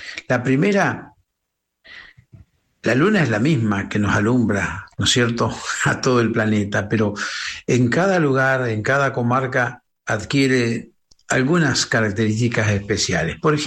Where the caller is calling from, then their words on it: La Pampa, Argentina; Bueno, envío dos canciones desde La Pampa, en el medio de la Argentina, en la provincia de La Pampa.